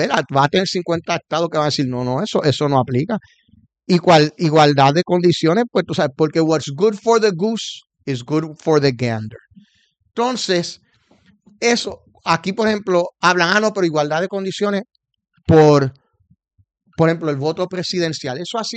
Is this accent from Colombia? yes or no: no; Puerto Rico; es que se agarran de eso de que en Puerto Rico no tenemos, o sea, entonces lo atan un poco con, es que como puertorriqueños no podemos votar, es un tema de residencia y domicilio.